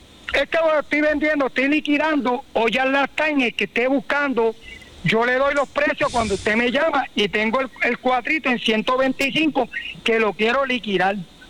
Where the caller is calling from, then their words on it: Sabana Grande, Puerto Rico; en mi pueblo de Sabana Grande